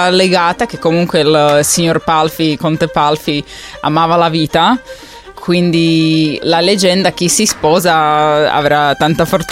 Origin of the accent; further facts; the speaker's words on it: Martin, Žilina Region, Slovakia; born there; Italian is a second language; Io sono nata in Martin, infatti lì è il posto che oggi raccontiamo un po'.